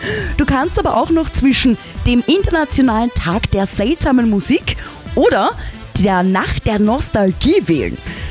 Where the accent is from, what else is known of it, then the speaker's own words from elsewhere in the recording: Vienna, Austria; Als Österreicher oder besser als Wiener